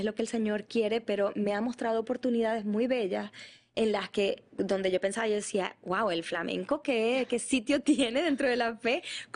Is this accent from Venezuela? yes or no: yes; Maracaibo, Zulia, Venezuela; moved away as an adult; yo soy venezolana, no sé si lo había dicho. Pero cuando me fui de Maracaibo, tenía ya la escuela más de 25 años de fundada.